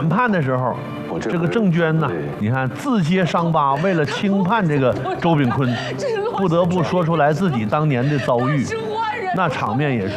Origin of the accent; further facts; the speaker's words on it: Northeast China, China; 你看咱们东北人就是很多深层的情感吧，他不太外露，很少往外表达，